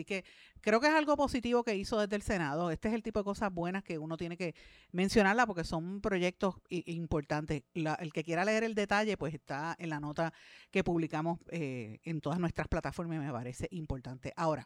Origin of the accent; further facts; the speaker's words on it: Guaynabo, Puerto Rico; Escuela Elemental Ramón Marín Solá de mi pueblo de Guaynabo